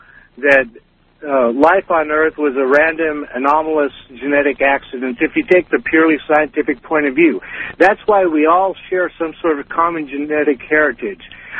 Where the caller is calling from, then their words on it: Los Angeles, California, United States; I'm calling from Los Angeles.